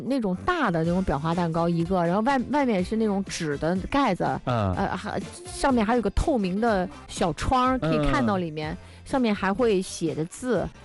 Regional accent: Hefei, Anhui, China; 我记得我小的时候住在百花井那一带，

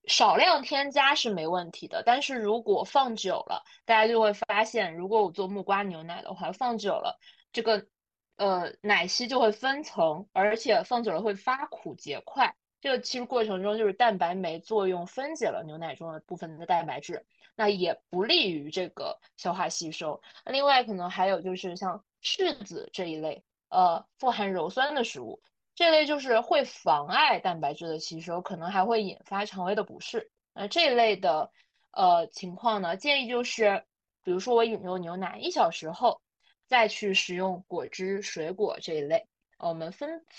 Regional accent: China; 我们中国人

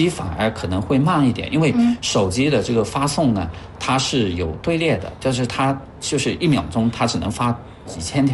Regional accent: Yunnan, China; moved away; 因为我本身是那边的人啊，就是我老家是那边的。

